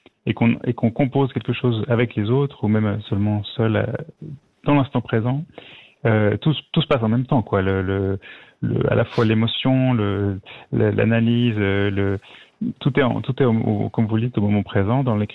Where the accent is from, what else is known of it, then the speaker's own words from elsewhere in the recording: Lausanne, Vaud, Switzerland; born there; now in Vevey, Switzerland; je suis né à Lausanne, j'ai passé voilà, maintenant j'habite à Vevey, mais j'ai habité 20 ans là-bas.